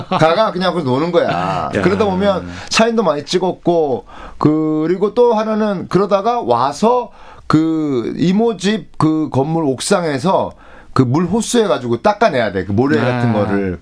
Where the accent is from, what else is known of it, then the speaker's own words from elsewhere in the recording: Busan, South Korea; born there; also born or lived in Seoul; 저는 희한하게 부산이 고향인데도 서울 어릴 때 서울 잠깐 있었거든요. 그래서 네. 부산을 거꾸로 놀러 갔었어요. 그러니까 그 뒤로 살게 됐는데